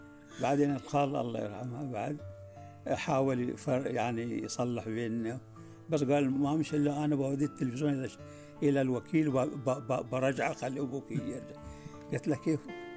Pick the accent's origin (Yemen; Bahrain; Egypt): Bahrain